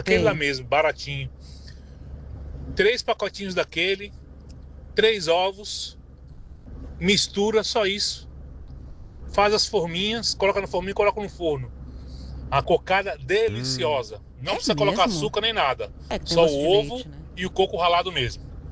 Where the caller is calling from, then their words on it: Ilhéus, Bahia, Brazil; Falo aqui de Ilhéus, na Bahia.